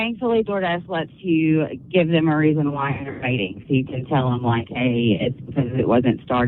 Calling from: Mississippi, United States; I live in central Mississippi, so I try to stay in Jackson.

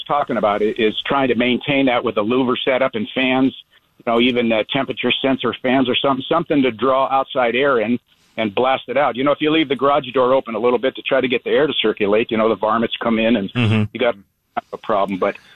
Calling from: Wentzville, Missouri, United States; I'm calling from Wentzville, Missouri.

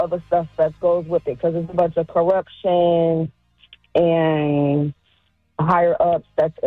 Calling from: Randolph County, North Carolina, United States; I'm from Randolph County.

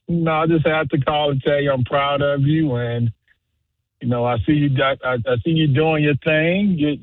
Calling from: Chicago, Illinois, United States; And I'm watching from Chicago.

